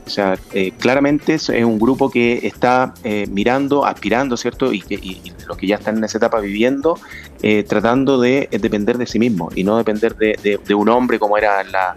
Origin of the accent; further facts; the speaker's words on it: Chile; nosotros los chilenos